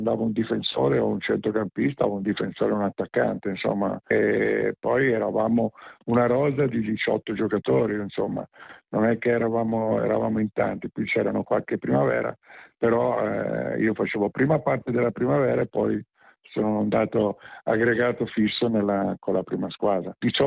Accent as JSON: {"language": "Italian", "region": "Tuscany", "country": "Italy", "tie": "born or raised there", "said": "Sono originario della provincia di Pisa, mi mettono tutti Siena, ma io no, provincia di Pisa"}